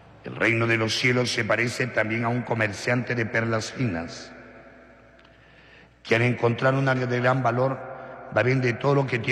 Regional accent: Peru; en este día de nuestra peruanidad, ¿verdad?, lo que nos identifica como peruanos

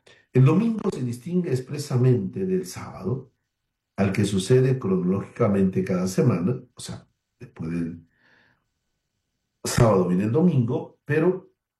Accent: Tumbes, Peru; mis paisanos, yo soy de Tumbes

